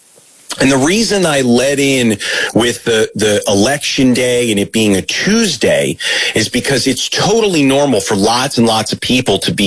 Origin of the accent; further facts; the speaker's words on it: Baltimore, Maryland, United States; moved away as an adult; I'm originally from Baltimore, and I'd been living in the greater Denver and Boulder area of Colorado for about a year.